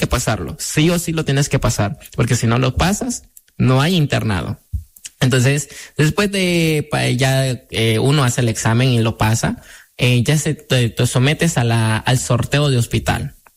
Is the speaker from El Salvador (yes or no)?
yes; El Salvador